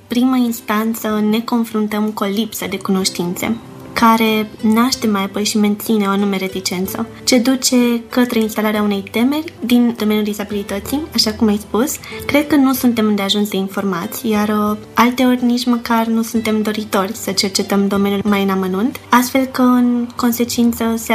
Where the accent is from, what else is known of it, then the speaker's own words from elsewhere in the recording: Cluj-Napoca, Cluj County, Romania; born there; also born or lived in Bucharest, Romania; now in Florești, Romania; M-am născut la București, dar între timp am ajuns la Cluj, la vârsta de 10 ani, și de la Cluj la Florești